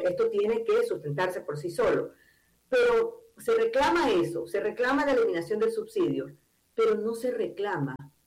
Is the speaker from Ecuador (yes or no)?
yes; Ecuador; como ecuatoriana me molesta, me tiene descontenta.